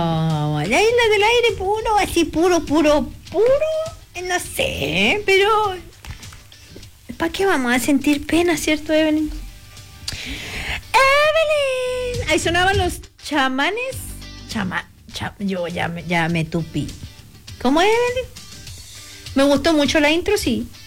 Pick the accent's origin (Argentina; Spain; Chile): Chile; Aysén; Antes nos decían Aysenino. Yo vengo de Aysén.